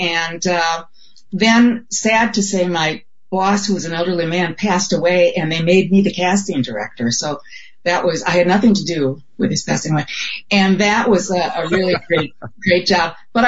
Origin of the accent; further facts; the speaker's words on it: Milwaukee, Wisconsin, United States; moved away; I'm from Milwaukee.